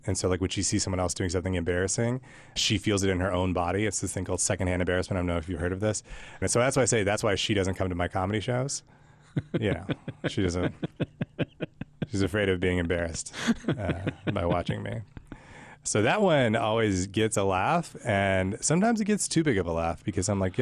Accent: Tyler, Texas, United States; Yeah, so I grew up in Tyler, Texas, which is 100 miles east of Dallas. So it's a little country, but it's still a city. So it's not like a small town, but we're surrounded by lots of small towns.

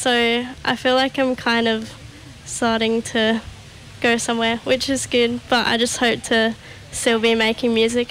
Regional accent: Adelaide, South Australia, Australia; I was raised in Adelaide, but my mob on my dad's side is Nookanoo from the Southern Flinders Ranges, so we go back home when we can

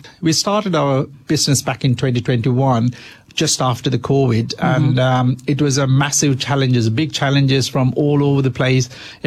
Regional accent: Sri Lanka; also born or lived in Canada / Middle East / United Kingdom; now in Australia; worked in many countries, including Canada, Middle East, UK, and of course, I'm from Sri Lanka, so we're back in Sri Lanka.

